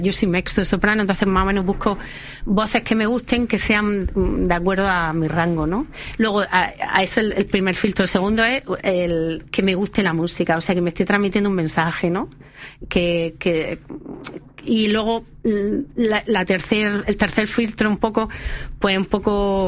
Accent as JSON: {"language": "Spanish", "town": "Almería", "region": "Andalusia", "country": "Spain", "also_born_or_lived": "Madrid", "said": "yo soy muy andaluza, me encanta Andalucía, me encanta mi tierra, Almería"}